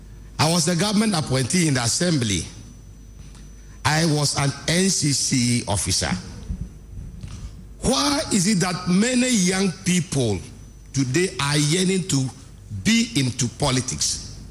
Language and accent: English; Hobankwe, Ghana; from Hobankwe.